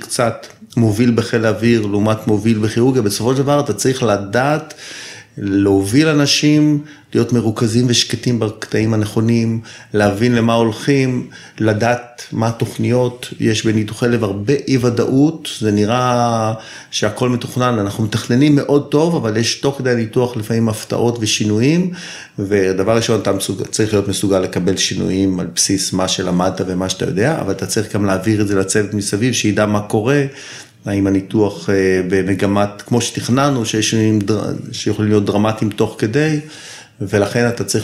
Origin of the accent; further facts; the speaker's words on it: Tel Aviv, Tel Aviv District, Israel; now in Zikhron Ya'akov, Israel; אני תל אביבי במקור, גר היום בזיכון, בן 56